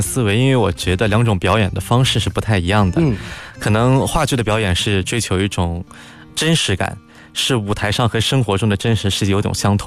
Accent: Nanjing, Jiangsu, China; 我是南京人。

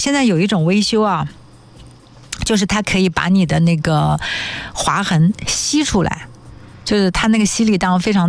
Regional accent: China; 作为中国人也特别的骄傲

